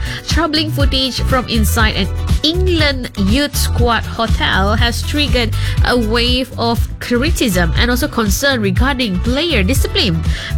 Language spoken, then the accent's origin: English; Malaysia